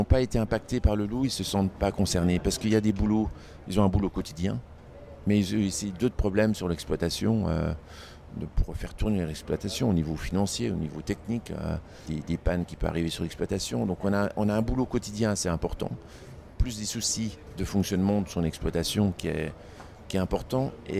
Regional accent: Grand Est, France; Je suis venu ici des Vosges. Je suis venu ici parler du loup

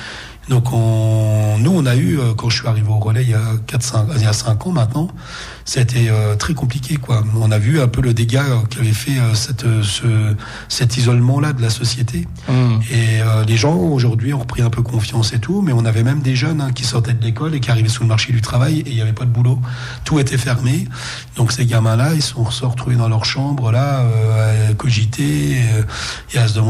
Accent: Nancy, Grand Est, France; moved away; also born or lived in Laxou; moi, je viens de la ville, hein, je suis de Nancy, j'ai habité tantôt à Nancy, tantôt à Laxou

